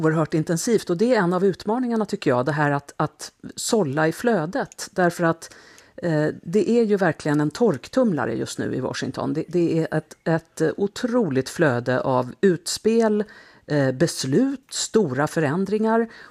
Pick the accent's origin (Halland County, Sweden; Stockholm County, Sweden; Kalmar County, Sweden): Halland County, Sweden; Halmstad; moved away as an adult; now in United States; syster med familj bor i Halmstad. Jag är alltid där på sommaren och ytterligare några gånger per år. Och det är min uppväxtstad och på många sätt min hemort fortfarande, även om jag inte har bott där sedan jag slutade gymnasiet. Men det är en viktig plats för mig.